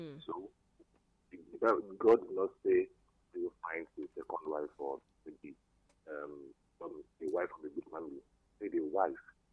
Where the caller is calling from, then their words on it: Enugu, Enugu State, Nigeria; I'm calling from Enugu.